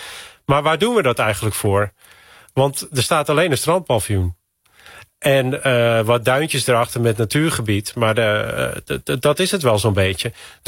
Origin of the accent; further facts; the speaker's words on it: Texel, North Holland, Netherlands; waar ik vandaan kom, op Texel